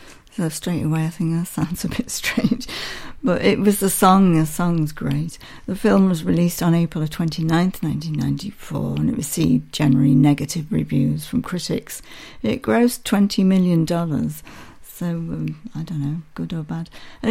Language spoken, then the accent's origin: English; Blackpool, North West England, United Kingdom; born there; And I was born in Blackpool.